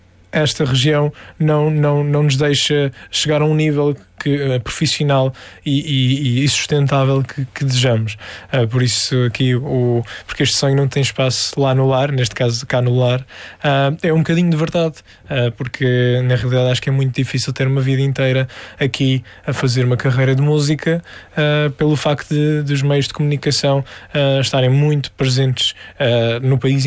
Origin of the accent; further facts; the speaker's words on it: Faro, Portugal; Sim, eu acho que isso é também um preconceito nosso em dizer eu sou algarvio.